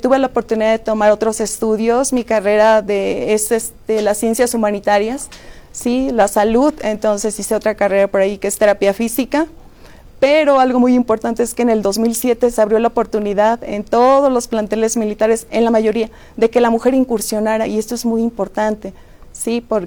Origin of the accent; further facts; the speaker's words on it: Irapuato, Guanajuato, Mexico; Y pues soy de Irapuato, Guanajuato, no muy lejos, pero mis padres son de una condición humilde.